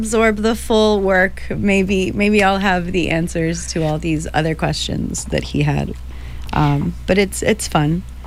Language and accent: English; Florida, United States; I was raised in Florida, and mostly